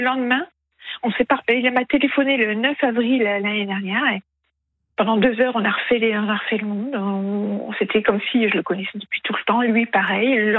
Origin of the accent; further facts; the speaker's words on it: Hauts-de-France, France; je disais à Florian que je suis native du Pas-de-Calais